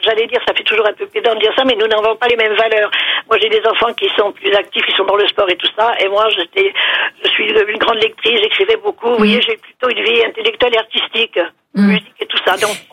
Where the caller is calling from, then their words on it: Chartres, Centre-Val de Loire, France; De Chartres.